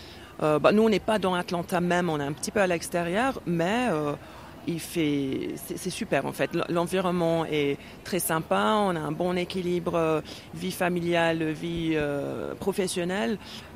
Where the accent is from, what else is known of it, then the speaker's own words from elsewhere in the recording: England, United Kingdom; born there; first language English; French is a second language; je suis née en Angleterre, une famille purement anglophone, personne de ma famille qui habite en dehors de l'Angleterre.